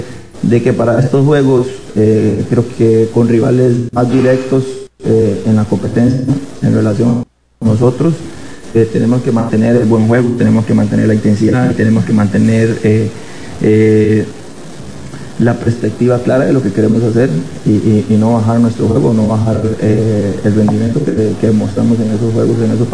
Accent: Puntarenas, Costa Rica; soy porteño

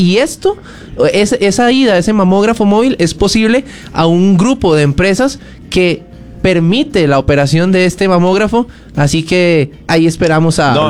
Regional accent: Costa Rica

